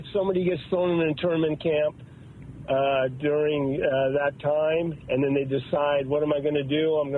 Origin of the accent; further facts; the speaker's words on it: Whittier, California, United States; I grew up in Whittier, and they lived in Whittier.